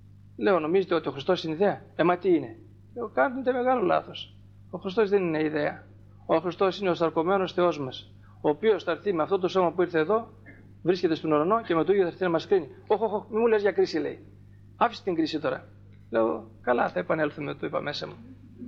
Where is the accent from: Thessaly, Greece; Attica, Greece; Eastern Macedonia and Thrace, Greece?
Thessaly, Greece; γιατί εμείς οι Θεσσαλοί, γιατί είναι και πατριώτες μου, είμαι Θεσσαλός